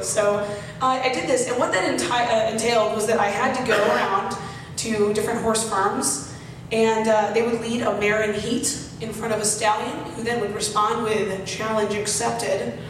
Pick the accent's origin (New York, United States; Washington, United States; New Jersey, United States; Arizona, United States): Arizona, United States; I was raised in Arizona. And it was just like, I never dealt with allergies there.